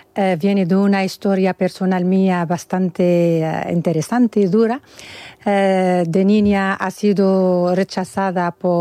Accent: Tunisia; moved away; Soy de Túnez. Nací en Túnez con una educación musulmana, con restricciones, con tabúes

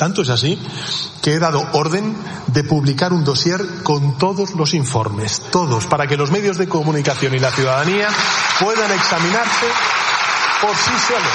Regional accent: Spain

